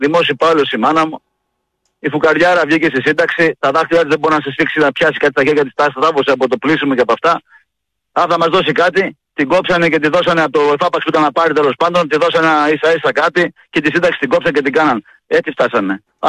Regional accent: Katerini, Central Macedonia, Greece; Άκου να δεις σκηνικό στην πόλη μου

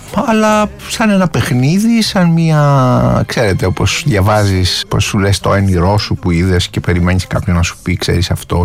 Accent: Patras, Western Greece, Greece; born there

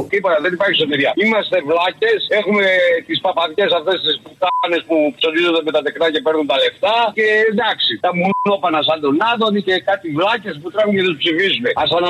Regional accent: Northern Greece, Greece; Λοιπόν, είμαι Βορειοελλαδίτης και θα ήθελα να πω κάτι για τους βλάχιους πατριώτες μου, τους Βορειοελλαδίτες

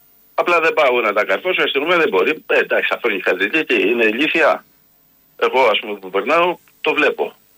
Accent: Greece; born there; Εγώ είμαι Έλληνας, έχω γεννηθεί εδώ

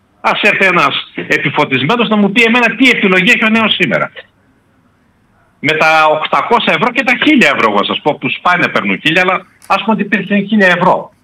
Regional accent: Greece; Σας πω καταρχήν οι αυξήσεις τιμών, επειδή είμαστε Έλληνες και μας χαρακτηρίζουν, ότι ξεχνάμε αυτό

